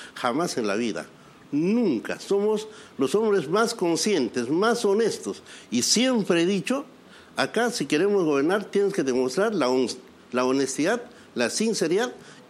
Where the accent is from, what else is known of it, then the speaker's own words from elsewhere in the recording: Peru; Y no podemos maltratarnos como peruanos